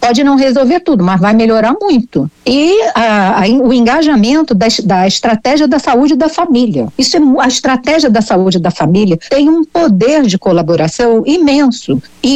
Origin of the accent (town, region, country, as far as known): Rio de Janeiro, Brazil